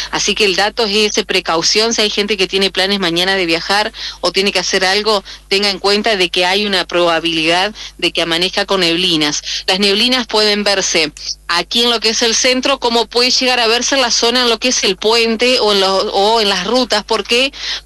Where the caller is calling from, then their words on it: Argentina; Sí me voy a alegrar de que Argentina gane, por supuesto, porque soy argentina.